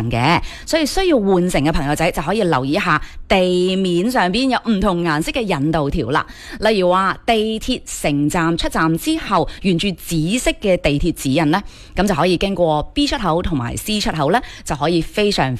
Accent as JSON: {"language": "Cantonese", "town": "Foshan", "region": "Guangdong", "country": "China", "said": "作为我哋佛山人咧，应该系最关注呢一件事噶啦"}